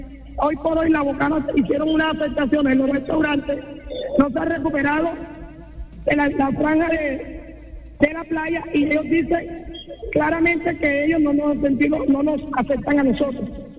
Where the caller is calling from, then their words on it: Cartagena, Bolívar, Colombia; Buenos días, nosotros estamos en una protesta pacífica a toda la comunidad de Manzanillo del Mar